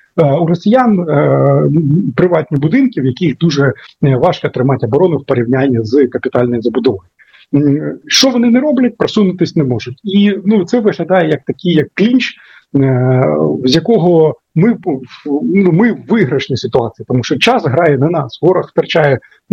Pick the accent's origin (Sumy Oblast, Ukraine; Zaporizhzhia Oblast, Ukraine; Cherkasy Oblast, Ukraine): Sumy Oblast, Ukraine; Sumy; моє рідне місто Суми